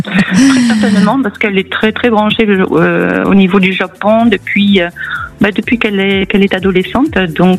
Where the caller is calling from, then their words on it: Nouvelle-Aquitaine, France; J'appelle du Pays Basque.